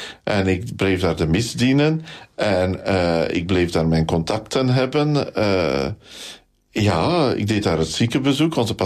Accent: Nederasselt, Gelderland, Netherlands; born there; Ligt mijn hart daar nog altijd, hè, in mijn geboortedorp.

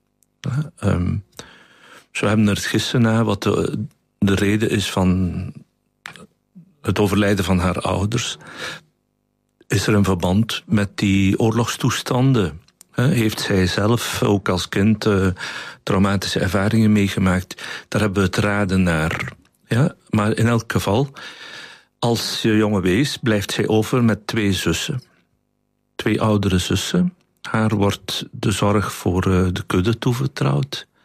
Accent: Borgloon, Flanders, Belgium; Ik ben uit Borgloon.

